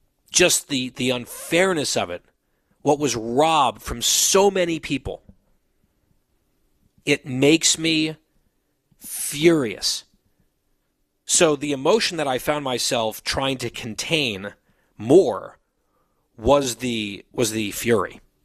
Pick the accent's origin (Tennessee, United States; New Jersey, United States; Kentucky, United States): New Jersey, United States; Ridgewood; I did search my hometown, Ridgewood, New Jersey.